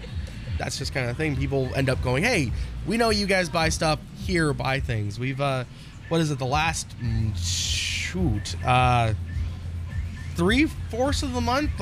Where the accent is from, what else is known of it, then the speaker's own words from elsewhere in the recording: Utah, United States; born there; moved away; I was born in 94, Scylla was 92. I'm actually originally from Utah